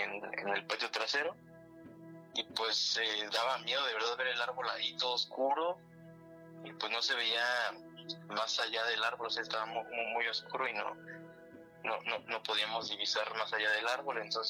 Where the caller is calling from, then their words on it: Querétaro, Mexico; Desde Querétaro, Querétaro